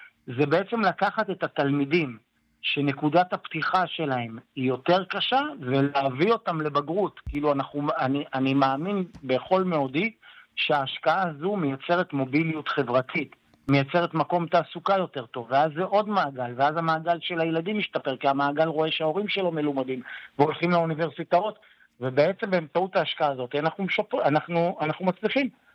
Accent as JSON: {"language": "Hebrew", "town": "Nesher", "region": "Haifa District", "country": "Israel", "tie": "born or raised there", "said": "אני יליד נשר, הילדים שלי הם דור חמישי לתושבי נשר"}